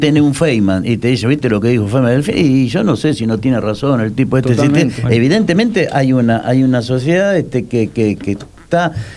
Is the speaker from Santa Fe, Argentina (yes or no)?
yes; Santa Fe, Argentina; born there; Casi frente a mi casa que, donde yo nací